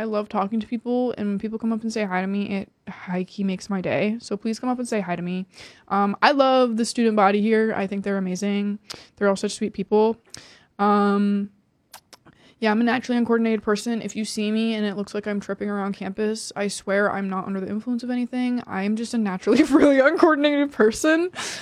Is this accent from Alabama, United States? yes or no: no; Marysville, Washington, United States; I am from Marysville, Washington, which is about 45 minutes north of Seattle.